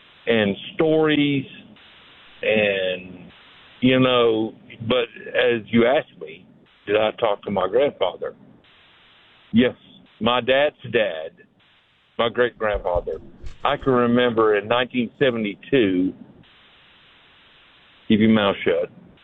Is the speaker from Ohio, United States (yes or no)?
no; Georgia, United States; we are from South Georgia, Atlanta, you know, between Atlanta and the Florida border.